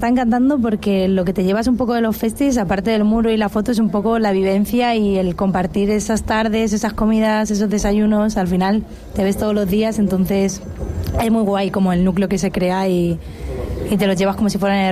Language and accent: Spanish; Madrid, Community of Madrid, Spain; yo soy de Madrid, no hay tanta naturaleza